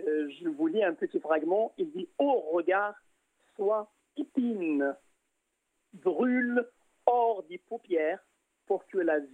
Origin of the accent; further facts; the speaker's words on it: Drâa-Tafilalet, Morocco; chez nous dans le Tafilal